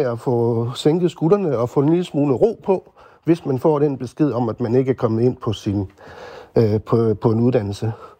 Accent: Jutland, Denmark; Jeg kommer fra Jylland, jeg vil gerne læse i København.

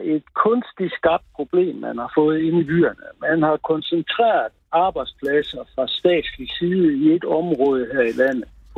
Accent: West Jutland, Denmark; moved away; Nu er jeg vestjyde

